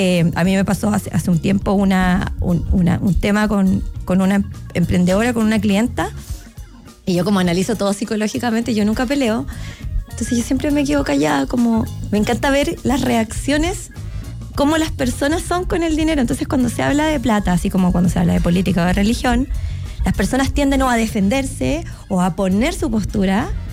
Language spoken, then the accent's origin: Spanish; southern Chile, Chile; yo que vengo del sur de Chile